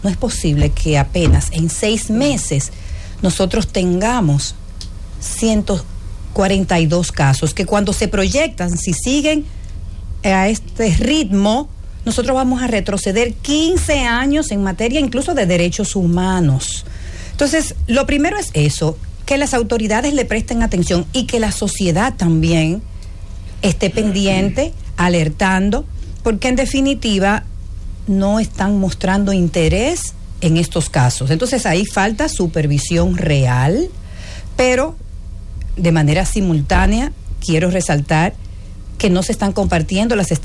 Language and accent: Spanish; Dominican Republic